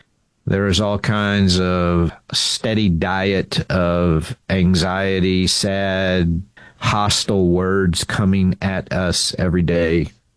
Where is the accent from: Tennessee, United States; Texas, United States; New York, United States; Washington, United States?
Texas, United States; I grew up in Texas, and I've asked people sometimes about some of these, and they've never heard of them.